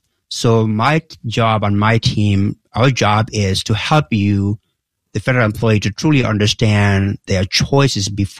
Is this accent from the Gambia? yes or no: yes; Gambia; now in DMV area, United States; I grew up in Gambia. It's a small country in West Africa